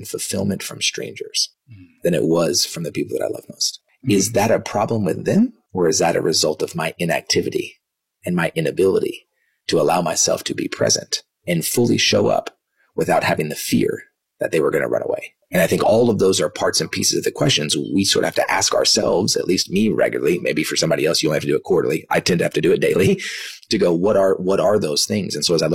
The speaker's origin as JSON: {"language": "English", "town": "Dallas", "region": "Texas", "country": "United States", "tie": "born or raised there", "also_born_or_lived": "Kansas"}